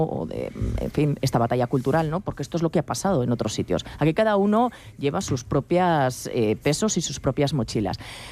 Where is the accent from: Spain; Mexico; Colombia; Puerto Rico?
Spain; Aragon; hemos visto BNG o Chunta Aragonesista en mi tierra, que también crecieron